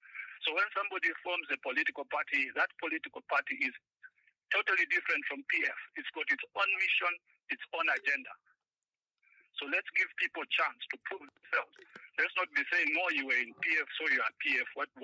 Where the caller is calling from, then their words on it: Kitwe, Copperbelt, Zambia; I'm calling from Kitwe.